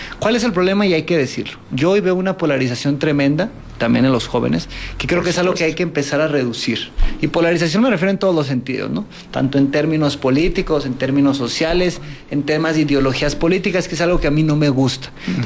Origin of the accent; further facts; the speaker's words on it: Durango, Mexico; la misma responsabilidad me obliga a estar viajando constantemente y estar trabajando desde la Ciudad de México. Sin embargo, yo nunca he perdido la esencia de mi tierra, que es Durango